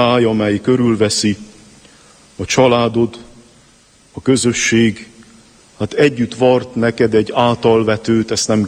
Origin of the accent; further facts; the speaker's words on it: Székelyszentlélek, Harghita, Romania; szülőfalum, Székely-Szentlélek